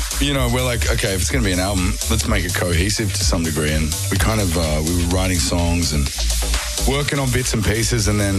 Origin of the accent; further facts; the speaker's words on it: Canberra, Australian Capital Territory, Australia; growing up in Canberra and growing up in Australia